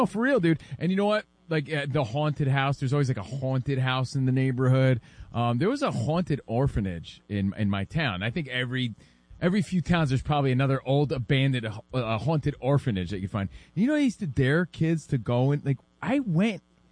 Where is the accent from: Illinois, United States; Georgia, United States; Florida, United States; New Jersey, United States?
New Jersey, United States; now in California, United States; growing up in Jersey, they would have, the houses were kind of elevated